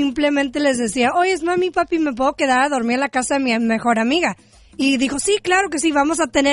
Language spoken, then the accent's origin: Spanish; San Diego, California, United States; como yo soy de San Diego y está pues cerca allá a la frontera de Tijuana